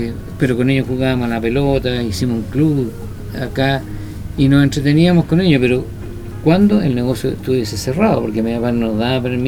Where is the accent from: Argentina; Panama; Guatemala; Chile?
Chile; Parral, Maule; Entonces, por parte de mi padre, toda la familia, que somos de Parral, son comerciantes